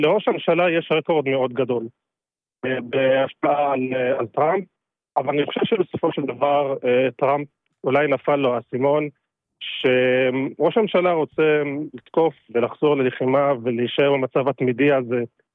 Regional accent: Jerusalem, Jerusalem District, Israel; born there; אני נולדתי במזרח ירושלים, שם לא מקבלים אזרחות ישראלית, וקיבלתי אותה רק לפני שנתיים, קצת פחות.

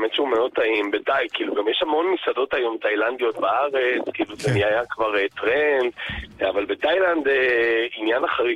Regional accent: Rishon LeZion, Central District, Israel; אני גדלתי בראשון

